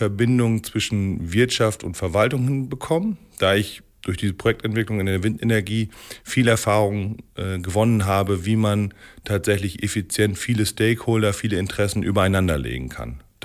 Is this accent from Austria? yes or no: no; Wesuwe, Lower Saxony, Germany; ist sicherlich dann auch mein Heimatort Wesowe, sonst würde ich ja nicht hier wohnen wollen und ich habe mich ja ganz bewusst dafür entschieden. Wesowe hat genau das, was das Emsland prägt.